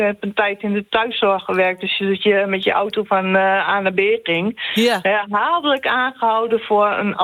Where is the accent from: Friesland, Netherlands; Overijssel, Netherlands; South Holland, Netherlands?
Overijssel, Netherlands; Enschede; moved away as an adult; Ik ben, ik ben geboren en getogen in Enschede. Ik ben daar op mijn 19e weggegaan. Ik ben via heel veel plaatsen in Nederland ben ik 4 jaar geleden teruggekomen. Ik werk nu in de zorg in Almelo.